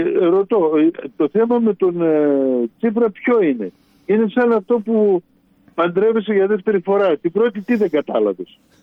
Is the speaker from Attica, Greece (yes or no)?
no; Serres, Central Macedonia, Greece